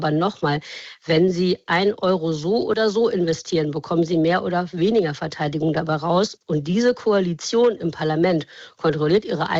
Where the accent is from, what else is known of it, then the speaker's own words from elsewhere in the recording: Germany; wenn wir jetzt nicht mehr in dem Freundschaftsgame sind, wie wir das gerne wollten als Deutsche